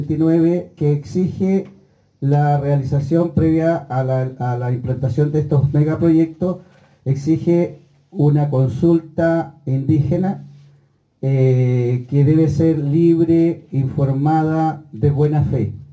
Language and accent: Spanish; Chile; que es con la que trabajan los mapuches. O sea, nosotros trabajamos